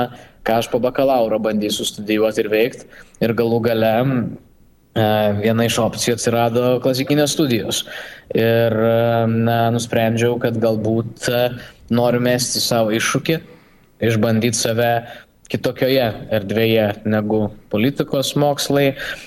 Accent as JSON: {"language": "Lithuanian", "town": "Vilnius", "region": "Vilnius County", "country": "Lithuania", "said": "Aš vilnietis esu"}